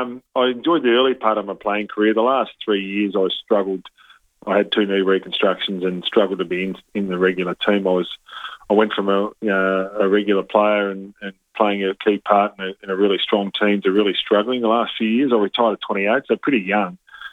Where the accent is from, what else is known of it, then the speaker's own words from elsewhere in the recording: New South Wales, Australia; a non-traditional AFL market, and also growing up in New South Wales, I think was pretty special.